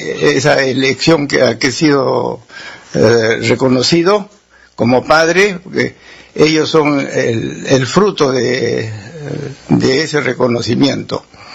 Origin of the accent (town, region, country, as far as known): Tacna, Peru; born there